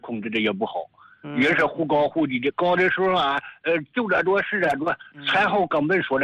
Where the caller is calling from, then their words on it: Jinghai, Tianjin, China; 我是天津静海的。